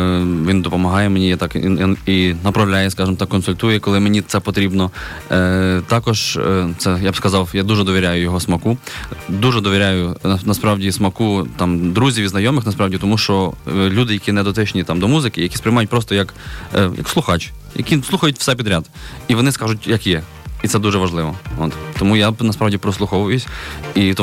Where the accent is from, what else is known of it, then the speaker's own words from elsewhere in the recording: Khmelnytskyi, Khmelnytskyi Oblast, Ukraine; Зазвичай я знімаю кліпи у місті Хмельницький, це моє рідне місто